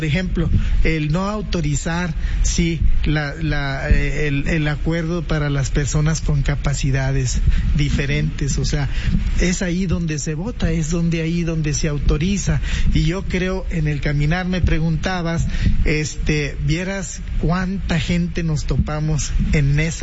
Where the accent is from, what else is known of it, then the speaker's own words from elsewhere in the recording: Saltillo, Coahuila, Mexico; yo soy de aquí, de Saltillo.